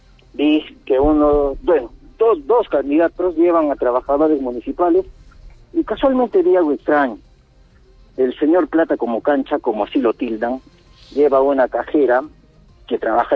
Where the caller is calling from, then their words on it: Arequipa, Peru; Yo vivo en Salvo Alegre, tengo 33 años, he nacido en la Avenida Obrera